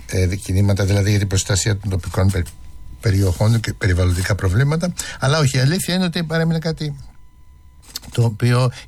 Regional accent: Athens, Attica, Greece; moved away as an adult; now in Larissa, Greece; Έμενα στην Αθήνα, μεγάλωσα στη Κυψέλη.

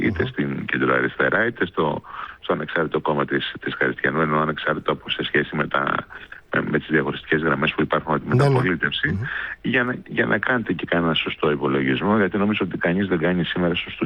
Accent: Aegina, Attica, Greece; υπάρχει από την … που έρχεται τακτικά στην Αίγινα, στην πατρίδα μου.

